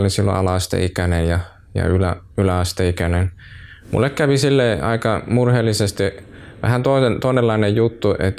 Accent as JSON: {"language": "Finnish", "town": "Heinola", "region": "Päijät-Häme", "country": "Finland", "tie": "born or raised there", "lives_now": "Helsinki, Finland", "said": "Mä oon Heinolasta kotoisin ja siellä mulla on vanhemmat, asuttiin pitkän aikaa siellä Heinolassa"}